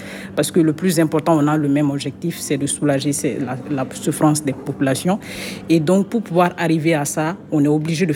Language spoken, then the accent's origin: French; Mali